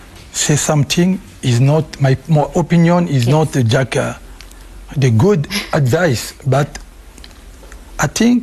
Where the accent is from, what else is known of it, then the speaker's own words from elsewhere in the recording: DR Congo; English is a second language; I'm from Congo, we're supposed to talk for this situation in Congo